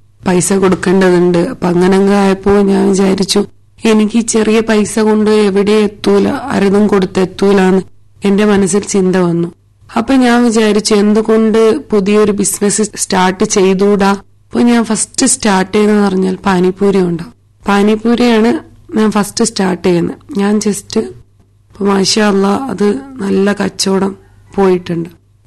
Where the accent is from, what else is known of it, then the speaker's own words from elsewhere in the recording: Kerala, India; also born or lived in Lakshadweep; എന്റെ ബാല്യകാലം എന്ന് പറഞ്ഞാൽ കേരളത്തിലും ലക്ഷദ്വീപിലായിരുന്നു. ഞങ്ങളുടെ വീടെന്ന് പറയുമ്പോൾ ചെറിയ ഓലമടഞ്ഞ വീടായിരുന്നു.